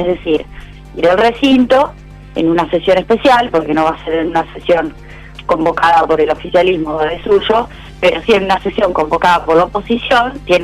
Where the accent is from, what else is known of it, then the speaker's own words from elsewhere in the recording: Rosario, Santa Fe, Argentina; soy rosarina, así que imagínate que sé perfectamente lo que es no ser porteño